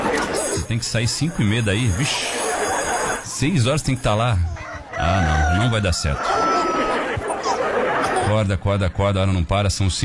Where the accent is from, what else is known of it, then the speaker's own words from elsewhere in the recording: São Bernardo, Brazil; São Bernardo, minha terra